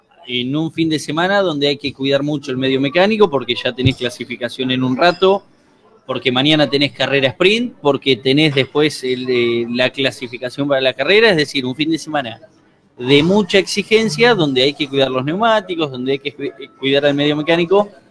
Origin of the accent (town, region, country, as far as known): Argentina